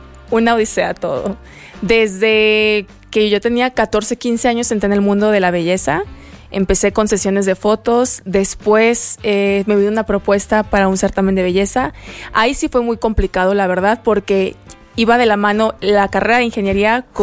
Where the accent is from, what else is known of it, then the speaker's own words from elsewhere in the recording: Chiapas, Mexico; now in Mexico City, Mexico; porque bueno, no sé si sepan, pero yo soy chiapaneca. Okay. Llevo 2 años acá